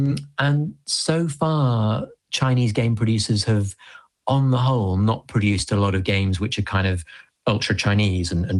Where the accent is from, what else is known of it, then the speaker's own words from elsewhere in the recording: Leeds, Yorkshire and the Humber, United Kingdom; the taxi driver in Jalisco knows about Leeds United, which is, you know, my hometown where I grew up.